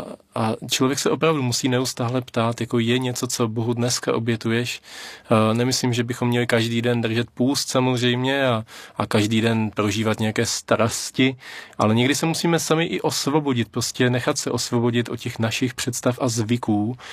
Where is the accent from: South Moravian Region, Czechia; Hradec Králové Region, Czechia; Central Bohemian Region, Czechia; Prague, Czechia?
Central Bohemian Region, Czechia; Kolín; já jsem pocházím z Kolína, tam mají takovou výtečnou pekárnu